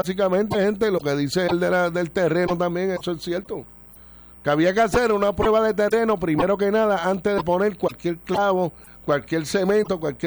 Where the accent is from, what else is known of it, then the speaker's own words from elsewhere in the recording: Añasco, Puerto Rico; allá donde yo me crié, en Daguey, en Añaco.